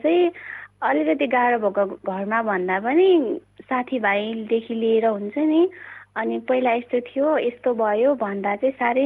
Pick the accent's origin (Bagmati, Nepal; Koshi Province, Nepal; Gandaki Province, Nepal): Koshi Province, Nepal; Udayapur; अनि मेरो घर चाहिँ उदयपुर हो